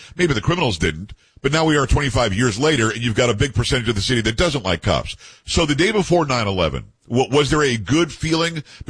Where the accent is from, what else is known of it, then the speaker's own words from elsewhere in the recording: Amityville, New York, United States; You know, I'm from Copeg. I'm from Amityville, is my hometown, but Copeg on the island is where I'm from.